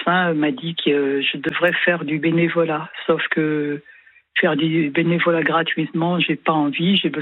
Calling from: Paris, Île-de-France, France; J'habite à Paris.

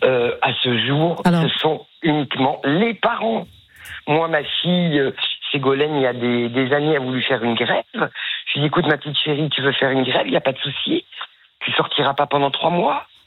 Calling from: Montpellier, Occitanie, France; si je ne suis pas de l'Aquitaine, je suis de Montpellier.

